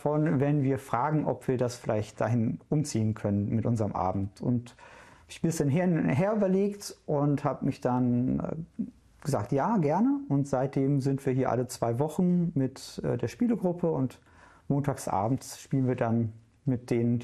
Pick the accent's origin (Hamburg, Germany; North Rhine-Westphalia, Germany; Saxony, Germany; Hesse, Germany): North Rhine-Westphalia, Germany; Duisburg; also born or lived in Essen; Die Blitzvariante wäre, ich bin in Essen geboren, in Duisburg aufgewachsen, habe in Mülheim Zivildienst gemacht.